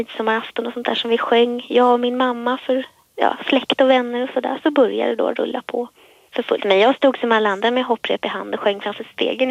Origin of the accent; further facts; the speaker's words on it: Stockholm, Stockholm County, Sweden; also born or lived in Medelpad; Ja, jag är från början från Medelpad och sen är jag uppvuxen och född i Stockholm då. Jag är 25 år